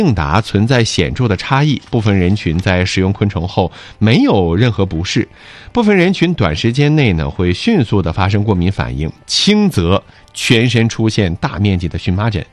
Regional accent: Northeast China, China; 蚕蛹是我们东北人记忆里的家乡味道

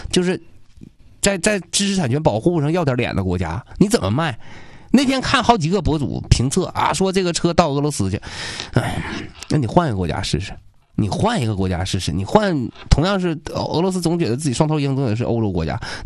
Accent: China; 我作为中国人，我很自豪。

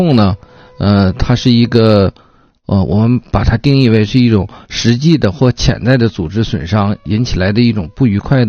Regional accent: Northeast China, China; 用咱们东北人说话，就是不得劲儿，不舒服

